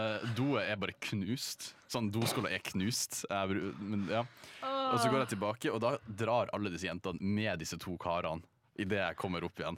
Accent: Bodø, Nordland, Norway; moved away; så er ikke jeg herfra, jeg er fra Bodø.

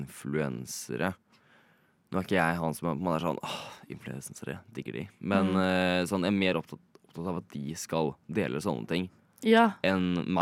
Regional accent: Oslo, Norway; jeg er ikke fra Bærum, men jeg er fra på en måte broren, som er sånn Holmenkollen.

